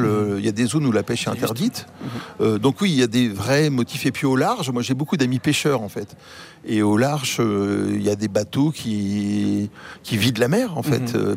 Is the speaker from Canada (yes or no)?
no; Martinique; moved away; moi, j'ai grandi à la Martinique et j'y retourne régulièrement.